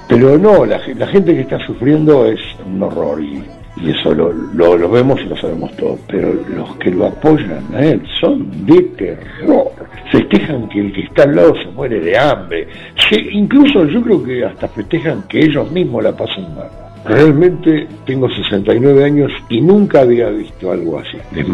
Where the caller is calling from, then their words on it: Mar del Plata, Buenos Aires Province, Argentina; les hablo de Mar del Plata.